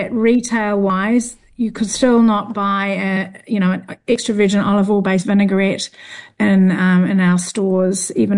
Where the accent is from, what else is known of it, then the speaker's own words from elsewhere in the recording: Bay of Islands, Northland, New Zealand; moved away as an adult; also born or lived in London; growing up in the Bay of Islands, we grew everything. We fished every day.